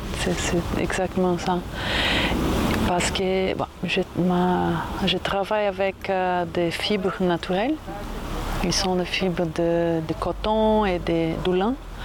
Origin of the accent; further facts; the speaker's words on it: Brazil; je viens du Brésil